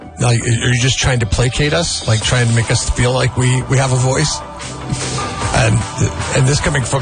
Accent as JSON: {"language": "English", "town": "Seattle", "region": "Washington", "country": "United States", "tie": "born or raised there", "said": "our hometown of Seattle, Washington"}